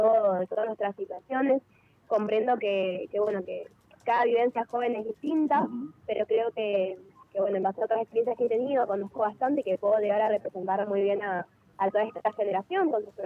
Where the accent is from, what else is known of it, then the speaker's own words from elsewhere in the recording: Argentina; como sociedad argentina, como juventud argentina